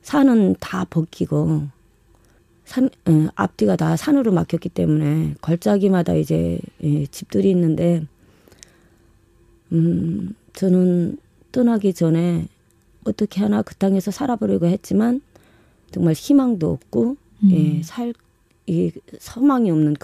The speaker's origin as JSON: {"language": "Korean", "town": "Gapsan", "region": "Ryanggang", "country": "North Korea", "tie": "born or raised there", "moved": "as an adult", "lives_now": "South Korea"}